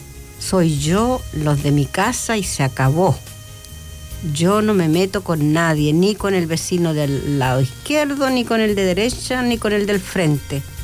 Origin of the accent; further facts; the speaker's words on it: Chile; nosotros, los chilenos, sabemos lo que significa eso.